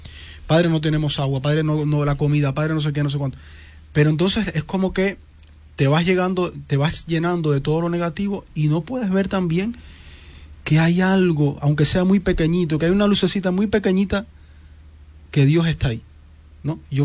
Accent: Cuba; yo que vengo de Cuba, en medio de una realidad

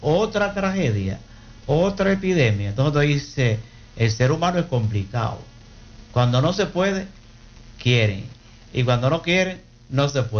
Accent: Dominican Republic

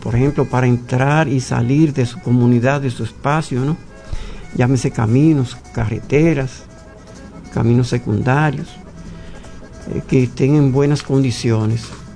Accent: Dominican Republic; como dominicanos que somos, que sabemos lo que decimos y nos entendemos

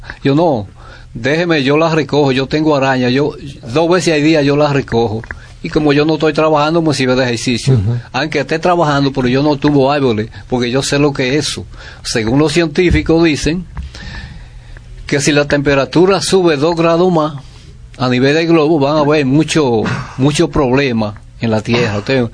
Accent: Carrera de Palma, La Vega, Dominican Republic; porque yo soy nativo, nacido y criado en esa comunidad, que hay cosas que coinciden mucho con lo que dice el padre. Nosotros vivimos Carrera de Palma, justamente frente a esa montaña.

